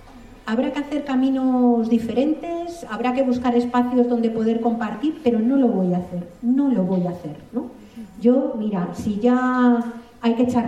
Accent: Madrid, Community of Madrid, Spain; yo soy madrileña

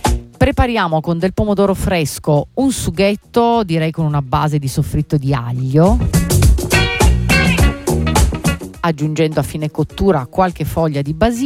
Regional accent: Apulia, Italy

